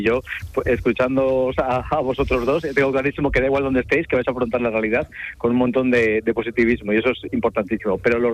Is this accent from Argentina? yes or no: no; Palencia, Castile and León, Spain; now in Benalmádena, Spain; Yo soy de Palencia, con peno de Valencia, que sí. Es una de esas ciudades que decías en Melín de intermedias, de 70.000 habitantes. Vivo mucho tiempo ahora en Benalmádena, en Málaga, pero me muevo por trabajo mucho a Madrid. O sea, yo soy de los que me muevo por muchos sitios.